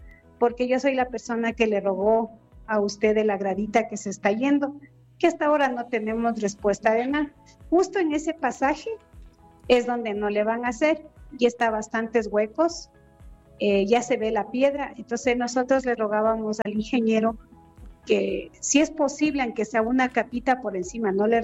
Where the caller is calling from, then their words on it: Quito, Pichincha, Ecuador; Le estoy llamando del barrio San Isidro de Puengasí.